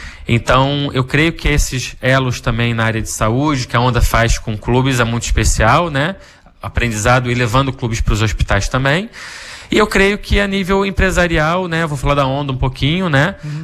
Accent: Brazil; eu vejo como brasileiro

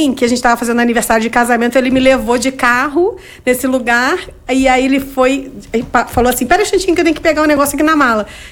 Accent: Niterói, Rio de Janeiro, Brazil; Eu era moradora de Niterói na época, né? Eu nasci em Niterói.

